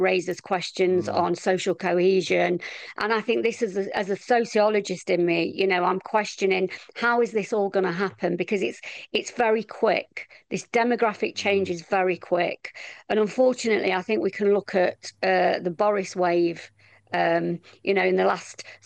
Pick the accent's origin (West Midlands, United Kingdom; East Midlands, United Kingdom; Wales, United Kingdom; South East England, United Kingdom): East Midlands, United Kingdom; Nottingham; I come from, like you, I come from Nottingham.